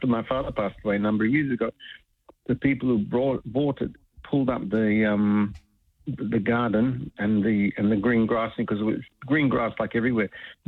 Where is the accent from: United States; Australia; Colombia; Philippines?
Australia; Melbourne, Victoria; when we grew up in Kew in our house